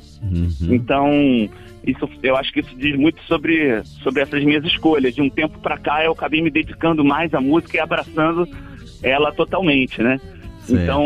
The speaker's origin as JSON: {"language": "Portuguese", "region": "Rio de Janeiro", "country": "Brazil", "tie": "born or raised there", "moved": "as an adult", "lives_now": "Federal District, Brazil", "said": "eu cresci na Tijuca, né? No Rio de Janeiro, hoje sou radicado no Distrito Federal, mas cresci na Tijuca"}